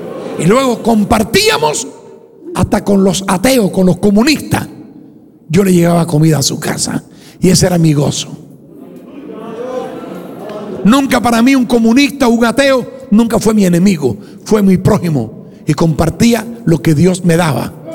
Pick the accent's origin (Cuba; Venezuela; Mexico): Cuba; moved away